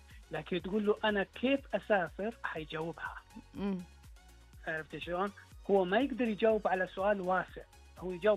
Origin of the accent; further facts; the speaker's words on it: Saudi Arabia; عندنا في السعوديه علام الظاهر المهم.